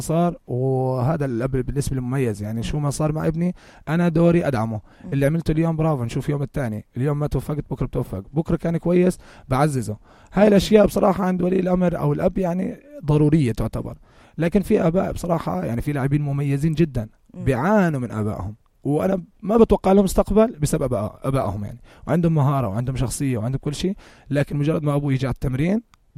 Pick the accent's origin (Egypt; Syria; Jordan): Jordan; احنا كشعب اردني